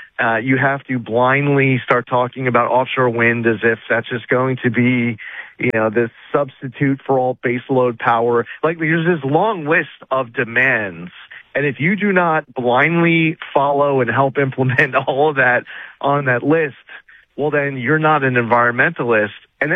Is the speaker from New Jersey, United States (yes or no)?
no; New York, United States; I'm from New York.